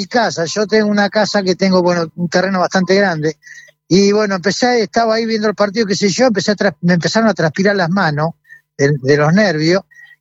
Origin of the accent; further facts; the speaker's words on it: Argentina; No, y a lo mejor que nos puede haber pasado como argentino, ¿entendés?